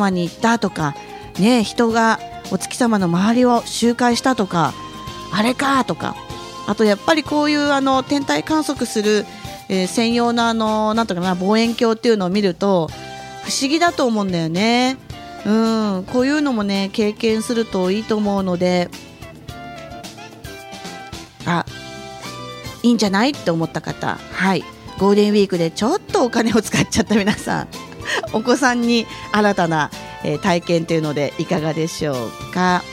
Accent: Chiba, Japan; 私千葉出身ですけど、うちの地元には近くになかったから

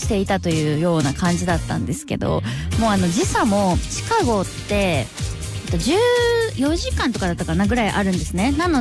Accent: Kansai, Japan; で、関西人としてはずっとユニバ見たいってずっと言ってたんですけど

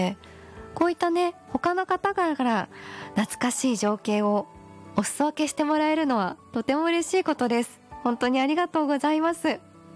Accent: Saitama, Japan; 私自身がずっと埼玉県が、出身、そして生まれも育ちもずっとここなので、なんだろう、田舎に帰るとか実家に帰るという感覚があまりないんですよ。

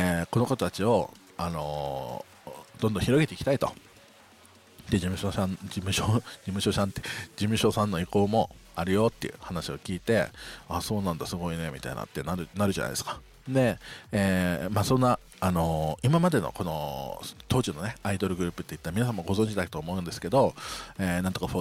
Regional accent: Okinawa, Japan; 特に中部で、ゲートが近いところでね、生まれ育ってるっていうのもあるので、

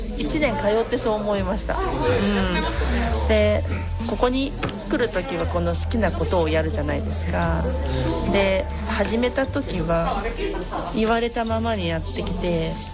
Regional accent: Toyokawa, Aichi, Japan; now in Nishio, Japan; もともと豊川で結婚して今西尾。

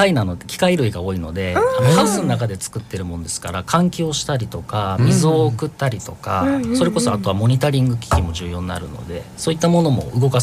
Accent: Ibaraki, Japan; moved away; 出身は茨城なんですよ。

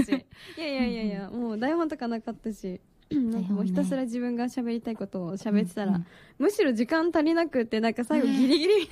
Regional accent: Shonan, Kanagawa, Japan; 私湘南出身なので、

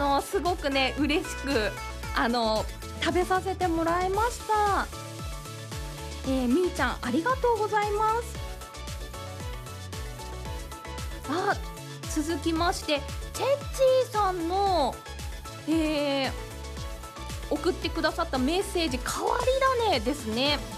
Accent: Hokkaido, Japan; now in Abashiri, Japan; 私…も東別町の出身でしたので

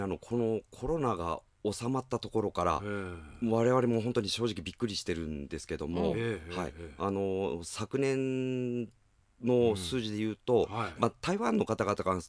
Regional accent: Aizu, Fukushima, Japan; そうですね、隣の福島県の会津の方で旅行会社に、私は出身会津なもんですから。

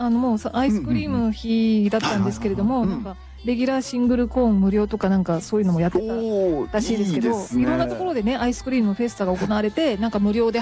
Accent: Kagawa, Japan; moved away; 私あの地元の香川県にいる頃にですね、あのサーティワンで、うん、バイトしてたことがあるんですけど、

